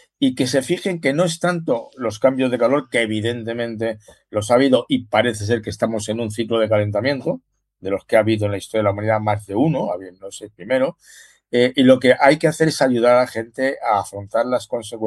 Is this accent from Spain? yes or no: yes; Spain; Soy español, pero he empezado por ahí.